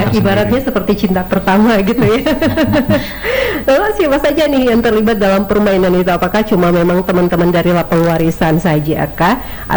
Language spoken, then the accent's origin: Indonesian; Ternate, North Maluku, Indonesia; Dari Ternate, oh sama dong kita.